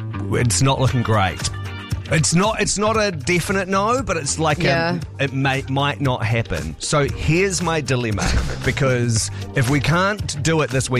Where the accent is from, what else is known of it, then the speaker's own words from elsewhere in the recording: Queenstown, Otago, New Zealand; I grew up in Queenstown